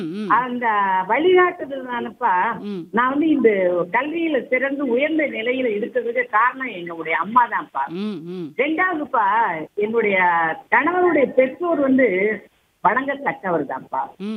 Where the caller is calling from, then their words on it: Chinnamanur, Tamil Nadu, India; தேனி மாவட்டம் சின்னமனூர்